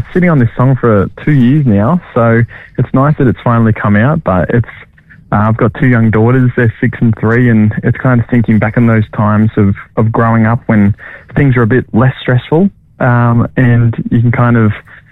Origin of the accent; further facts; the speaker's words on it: Cronulla, New South Wales, Australia; Yeah, well, I grew up in Cronulla. I lived there for majority of my life. I only moved up north 3.5 years ago.